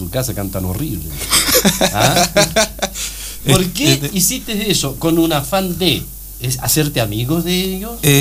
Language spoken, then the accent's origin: Spanish; Chile; cuánto o más chaqueteros somos los chilenos.